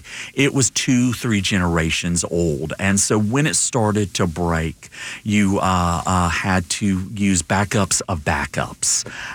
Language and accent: English; Alabama, United States; moved away; growing up in Alabama